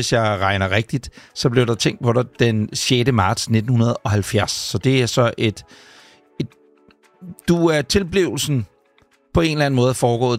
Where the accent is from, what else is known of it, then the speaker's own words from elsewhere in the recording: Ølstykke, Zealand, Denmark; jeg kom ud lidt længere ud af S-togsbanen